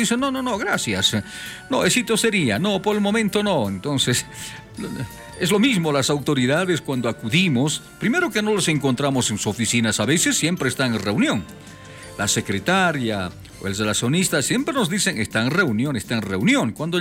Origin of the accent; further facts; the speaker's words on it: Bolivia; los bolivianos compramos combustible de otros países.